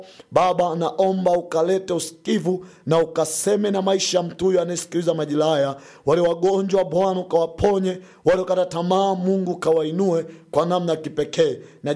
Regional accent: Tanzania; na wewe Mtanzania mwenzangu

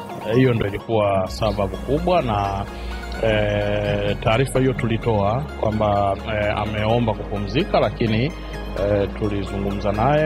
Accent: Tanzania; mimi ni Mtanzania

